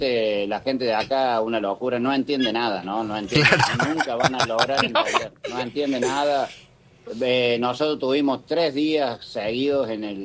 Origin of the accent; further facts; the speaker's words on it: Argentina; Así somos nosotros y así somos los argentinos.